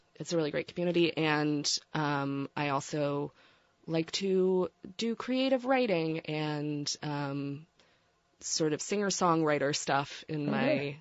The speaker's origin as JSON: {"language": "English", "region": "Newfoundland and Labrador", "country": "Canada", "tie": "born or raised there", "said": "I was born in Newfoundland, Canada, born and raised in Canada. My mom's American though."}